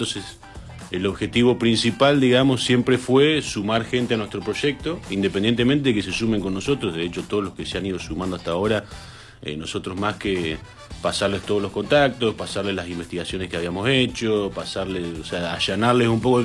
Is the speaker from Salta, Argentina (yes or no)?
no; La Pampa, Argentina; somos de La Pampa